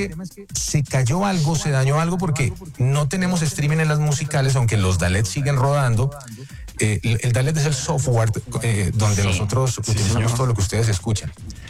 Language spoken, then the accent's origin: Spanish; Armenia, Quindío, Colombia; now in Manizales, Colombia; porque nosotros somos de Armenia y no tenemos familia aquí en Manizales.